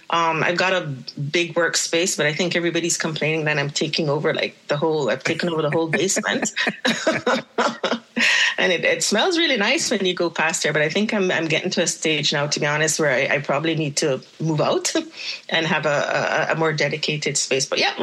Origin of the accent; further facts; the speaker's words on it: Jamaica; also born or lived in Ontario, Canada; now in Canada; No, not at all. Actually, born in Ontario, raised in Jamaica, and came back to Canada, I think maybe about 25 years ago.